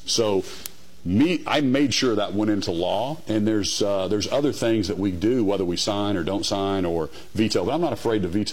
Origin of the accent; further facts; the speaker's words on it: Norman, Oklahoma, United States; So I grew up in Norman.